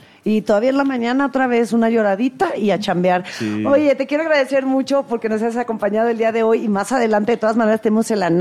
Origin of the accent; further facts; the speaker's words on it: Mexico; Seguimos siendo orgullosamente mexicanos